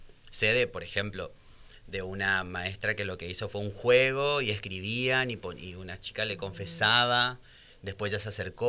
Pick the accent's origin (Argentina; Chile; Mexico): Argentina; Chaco; now in Santa Fe, Argentina; yo soy de Chaco.